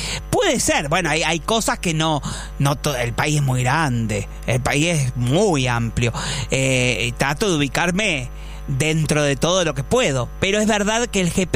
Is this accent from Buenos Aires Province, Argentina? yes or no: yes; Morón, Buenos Aires Province, Argentina; yo soy de Morón. De Morón.